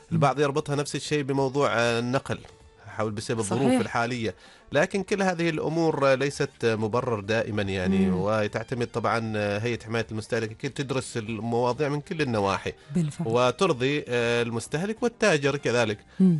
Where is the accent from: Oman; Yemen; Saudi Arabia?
Oman; طبعا معروفة الهبطات عندنا في سلطنة عمان